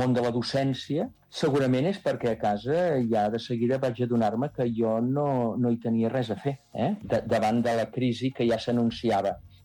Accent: Taradell, Catalonia, Spain; només al meu poble de Taradell, doncs ja hi ha dues, diguem-ne, finques que s'han convertit en camps de golf

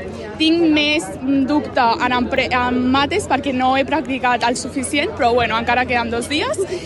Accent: Malgrat de Mar, Catalonia, Spain

